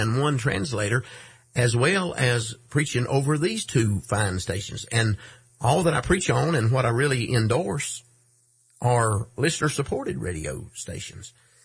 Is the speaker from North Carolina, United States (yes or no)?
yes; North Carolina, United States; One being that I am originally from North Carolina. I'm from the Wilkes County area, pastored in Wilkes County for 26 years.